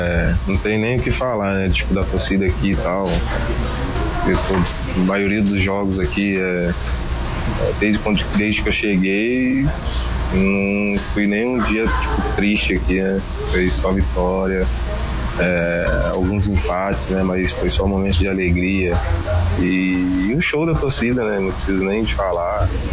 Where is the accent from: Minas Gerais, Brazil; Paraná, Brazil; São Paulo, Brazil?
Minas Gerais, Brazil; Visconde do Rio Branco; moved away; saí de Minas Gerais, né, lá do interior de Minas, Visconde do Rio Branco, mais próximo ali de Juiz de Fora